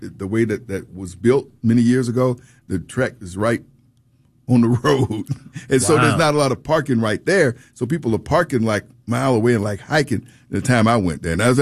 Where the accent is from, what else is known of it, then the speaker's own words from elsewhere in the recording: Birmingham, Alabama, United States; my hometown in Birmingham